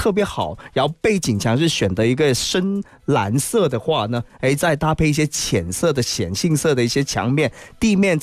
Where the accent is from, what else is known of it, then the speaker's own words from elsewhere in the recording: China; 我们中国人呢特别在南方传统就是要晾衣服的